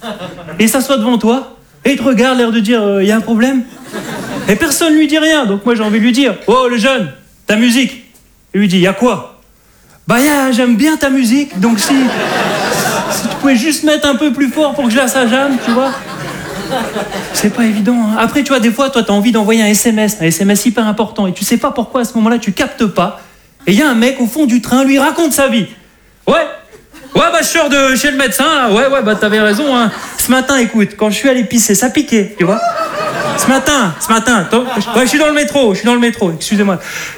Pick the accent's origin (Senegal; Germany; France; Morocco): France; Hauts-de-France; je suis un ch'ti.